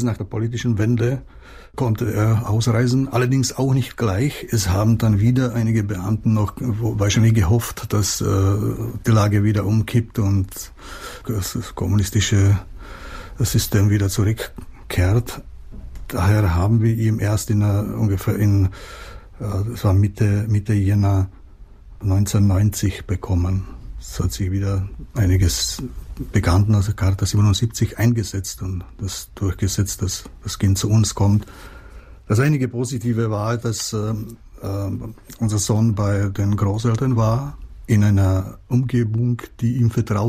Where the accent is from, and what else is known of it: Czechia; first language Czech; German is a second language; moved away as an adult; now in Austria